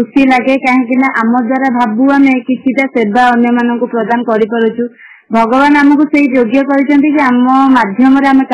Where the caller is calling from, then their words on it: Jajpur, Odisha, India; ଯାଜପୁରରୁ କହୁଛି।